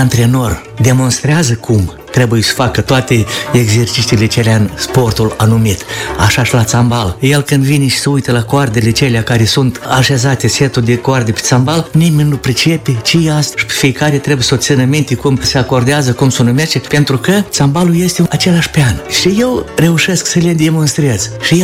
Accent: Moldova

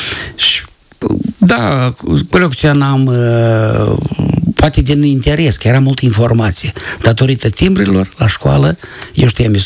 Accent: Călărași, Călărași District, Moldova; moved away; Eu spuneam că sunt de la Călăraș și ei credeau că sunt de la Dunăre. Și în anul 4, păi … tu și ești de Republica Moldova? Zic, da.

